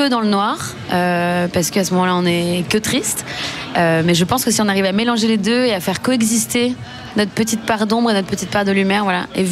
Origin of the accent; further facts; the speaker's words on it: France; Je suis française de base.